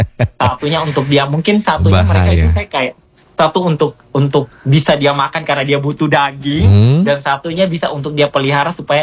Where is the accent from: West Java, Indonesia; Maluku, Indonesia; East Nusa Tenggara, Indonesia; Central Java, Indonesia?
East Nusa Tenggara, Indonesia; Jadi memang kalau kita suku Timor itu ada anyaman yang dipakai buat tutup masak makanan itu, ada namanya takak dan tudung.